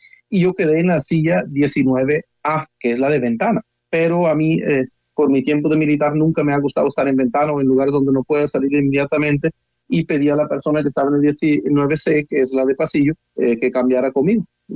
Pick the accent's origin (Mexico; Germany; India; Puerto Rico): Germany; Spanish is a second language; moved away as an adult; now in Colombia; Yo soy alemán, mi papá es italiano, pero lleva todo su vida en Alemania